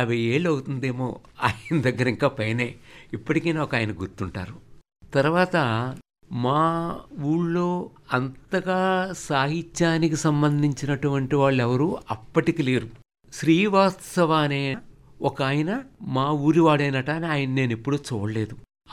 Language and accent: Telugu; Pasalapudi, Andhra Pradesh, India; born or raised there; also born or lived in Ramachandrapuram